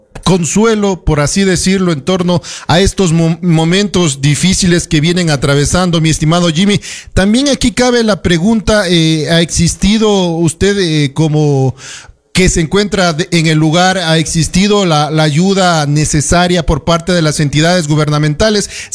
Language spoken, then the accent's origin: Spanish; Ecuador; de unirnos como ecuatorianos también